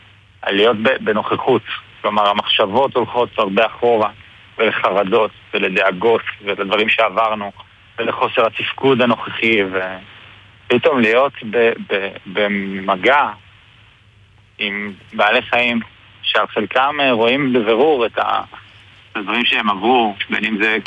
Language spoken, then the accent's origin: Hebrew; Haifa, Haifa District, Israel; now in Karkur, Israel; אני בן 38, כרגע מקרקור. גדלתי בחיפה.